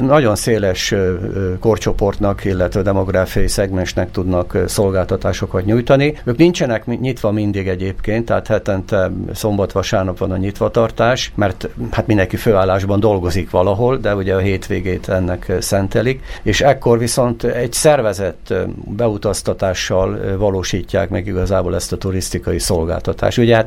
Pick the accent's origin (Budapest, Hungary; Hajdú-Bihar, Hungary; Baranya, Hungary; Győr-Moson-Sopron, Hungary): Győr-Moson-Sopron, Hungary; örülünk neki egyébként ott a Rába közben, ami az én szülőföldem